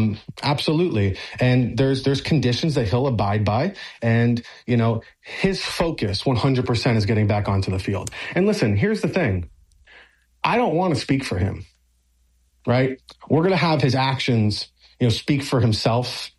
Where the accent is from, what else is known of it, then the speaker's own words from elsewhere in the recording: Miami, Florida, United States; So I'm born and raised in Miami. I'm a Dolphins fan.